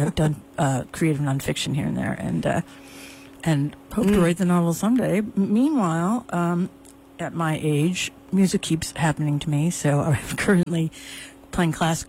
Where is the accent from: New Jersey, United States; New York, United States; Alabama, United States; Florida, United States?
New York, United States; now in Catskills, United States; I grew up outside of Albany, and then I was in many other places for a long time, came back here in 2006